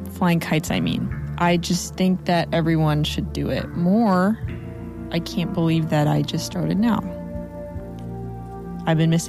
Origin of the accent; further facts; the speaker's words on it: Portland, United States; It's literally hard being a Portlander.